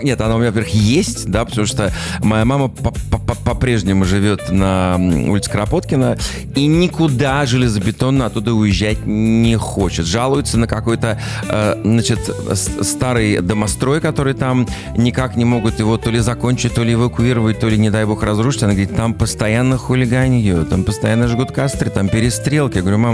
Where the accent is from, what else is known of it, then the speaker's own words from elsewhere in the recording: Novosibirsk, Novosibirsk Oblast, Russia; Я действительно из Новосибирска. Именно из Новосибирска. Да. И я всегда с гордостью говорю вообще в любой точке земного шара, что я родился в Сибири, что я сибиряк.